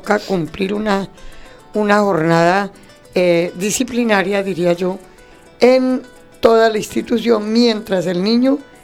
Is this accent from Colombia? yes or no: yes; Colombia